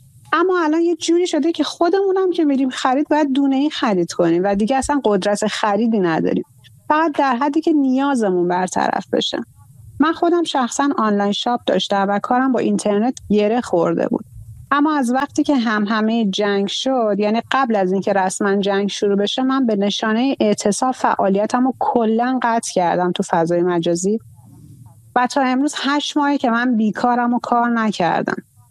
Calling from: Bushehr, Iran; ما بوشهری ها، جنوبی ها کلن آدم هایی هستیم، حالا من گوشه چون شهر خودم

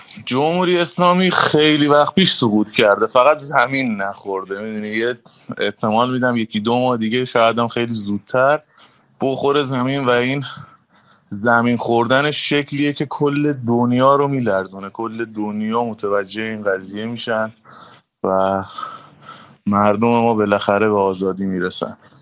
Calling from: Iran; ما هممون ایرانیم از هر قومی.

